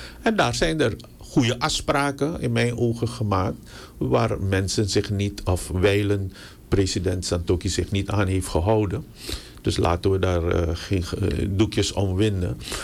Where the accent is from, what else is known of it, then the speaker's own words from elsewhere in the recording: Paramaribo, Suriname; Tourtonne Noord, geboren getogen Maretretteman. Ik ben een Noorderling. Ik ben geboren aan de Citruslaan nummer 27.